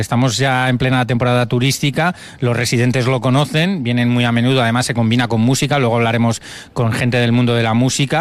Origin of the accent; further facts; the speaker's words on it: Madrid, Community of Madrid, Spain; Yo que soy de Madrid